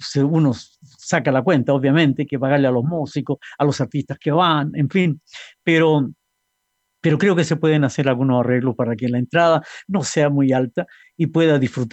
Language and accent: Spanish; Antofagasta, Chile; also born or lived in Valparaíso / Argentina; Yo me recuerdo cuando era niño en Valparaíso, siempre llovía, ya cuando niño me quería en Valparaíso, aún cuando soy de Antofagasta, pero bueno. Y después en Argentina, peor.